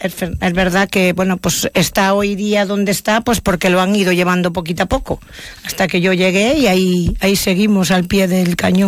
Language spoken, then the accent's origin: Spanish; Galicia, Spain; moved away as an adult; now in Navarre, Spain; Me vine porque me casé y mi marido trabajaba aquí y me vine para aquí a vivir.